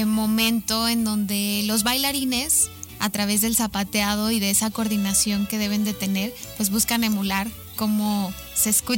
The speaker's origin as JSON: {"language": "Spanish", "region": "Aguascalientes", "country": "Mexico", "said": "los que somos de aquí de Aguascalientes, tenemos tal vez a un abuelo"}